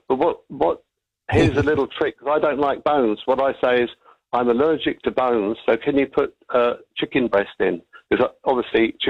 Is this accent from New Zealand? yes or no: yes; Half Moon Bay, Auckland, New Zealand; Half Moon Bay.